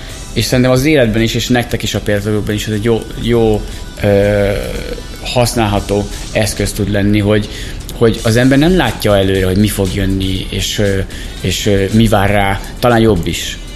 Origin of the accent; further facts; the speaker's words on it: Hajdúböszörmény, Hajdú-Bihar, Hungary; otthon Hajdúböszönyben